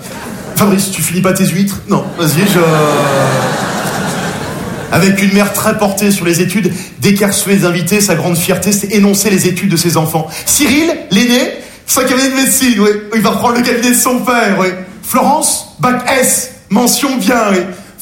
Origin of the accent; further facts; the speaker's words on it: Nogent-sur-Marne, Île-de-France, France; J'ai grandi à Nogent-sur-Marne, je suis passionné avec toi. Petite banlieue très bourgeoise, Nogent, la Marne, les guinguettes, la fête du petit vin blanc